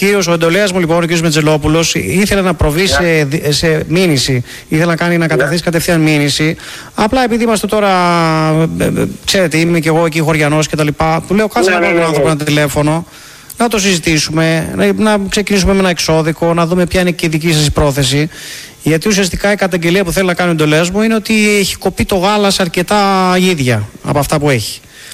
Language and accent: Greek; Manolada, Western Greece, Greece; now in Athens, Greece; κατάγομαι από Μανολάδα, έχουμε δικηγορικό γραφείο εδώ στην Αθήνα.